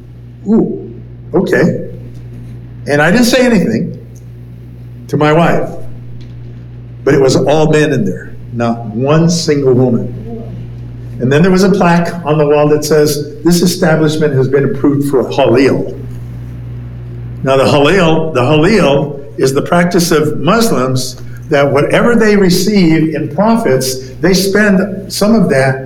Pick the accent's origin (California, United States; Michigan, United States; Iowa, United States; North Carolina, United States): Michigan, United States; You know, I grew up in Michigan.